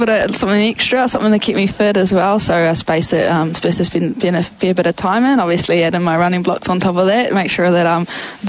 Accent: Tokoroa, Waikato, New Zealand; Yeah, so I was born and bred in Tokoroa, so a few legends came out of there.

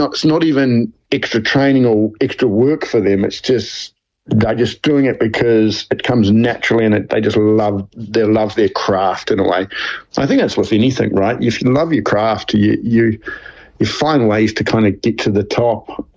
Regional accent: New Zealand; but growing up in New Zealand, they were kind of like, hey, settle down, the tool poppy a wee bit.

